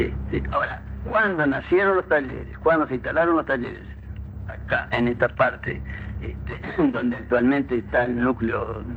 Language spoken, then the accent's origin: Spanish; Montevideo, Uruguay; Ahora, los peñarolenses, los que nacimos en Peñarol, los hijos del pueblo de Peñarol, somos peñarolenses.